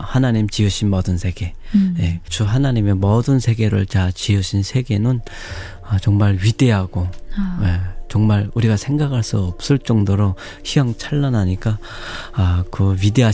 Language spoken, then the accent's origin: Korean; North Korea; now in South Korea; 제가 남과 북을 다 살아본 경험에 의하면